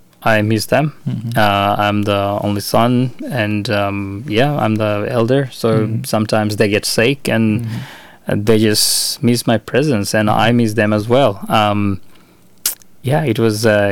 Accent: Munshiganj, Dhaka Division, Bangladesh; now in Adelaide, Australia; I am from Bikrampur, which is basically Munshiganj.

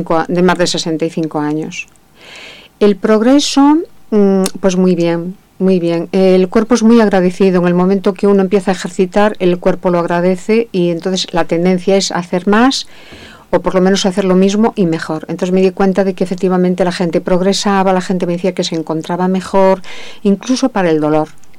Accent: Spain

